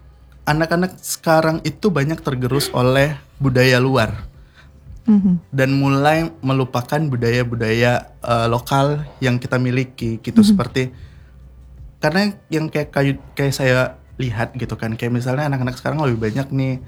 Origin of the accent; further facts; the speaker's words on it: Riau, Indonesia; saya sebagai putra asli daerah Riau